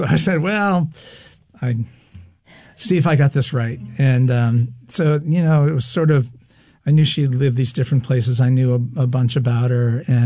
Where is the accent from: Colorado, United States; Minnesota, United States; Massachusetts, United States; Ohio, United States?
Massachusetts, United States; also born or lived in New London, New Hampshire; I grew up outside of Boston, but I was the last of five kids, and it was a town my family had lived in for generations. And when I got out of high school, my folks moved up here. They moved to New London, New Hampshire.